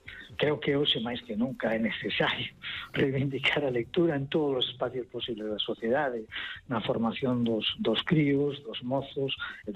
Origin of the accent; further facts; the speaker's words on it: Vigo, Galicia, Spain; born there; also born or lived in Santiago de Compostela; Onde nacín en Vigo e onde pasei moitísimos anos en Santiago de Compostela.